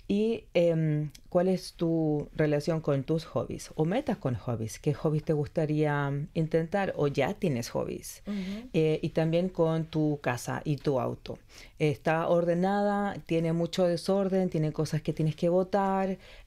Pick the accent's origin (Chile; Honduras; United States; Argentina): Chile; now in Australia; O sea, yo me di cuenta de que soy latina, soy de Chile.